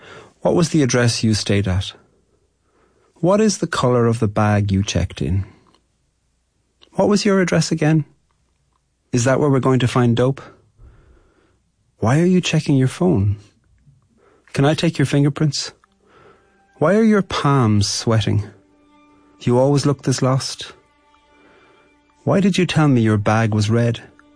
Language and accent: English; Ireland; I'm a poet from Ireland